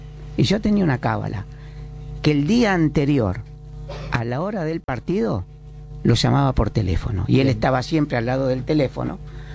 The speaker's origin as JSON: {"language": "Spanish", "country": "Argentina", "tie": "born or raised there", "also_born_or_lived": "Italy", "said": "¿Yo soy italiano o argentino?"}